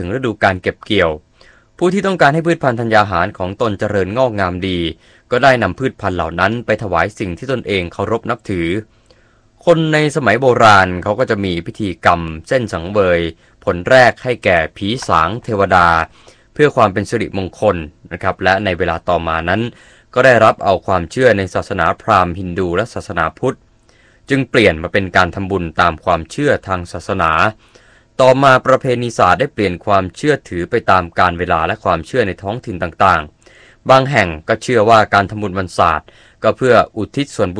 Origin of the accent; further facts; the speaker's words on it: Central Thailand, Thailand; แต่ผมเนี่ยในฐานะที่เป็นคนภาคกลางเราก็ได้ยินมานานนะประเพณีศาสตร์เดือน10ก็เห็นเพื่อนคนนั้นคนนี้ไปนะครับ